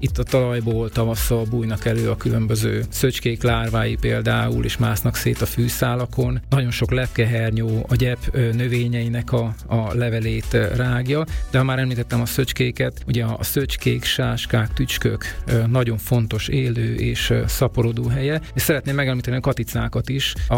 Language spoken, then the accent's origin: Hungarian; Debrecen, Hajdú-Bihar, Hungary; Én Debrecen egyik lakótelepén nőttem fel